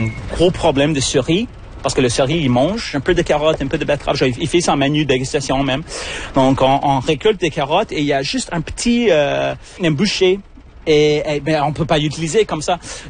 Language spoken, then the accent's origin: French; Toronto, Ontario, Canada; Après de mon travail partout dans le monde, comme je viens de Toronto, j'ai commencé à travailler avec le vignoble à Plamoisette.